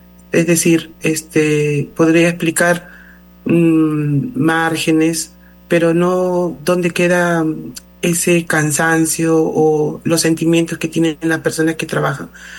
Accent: Ica, Peru; born there; ejerzo la abogacía en mi país, Perú, en el lugar donde nací, que es Ica.

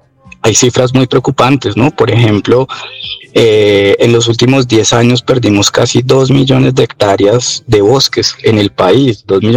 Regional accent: Colombia

